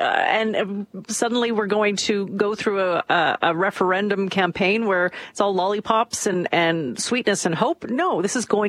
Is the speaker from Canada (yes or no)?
yes; Canada; I'm from Canada.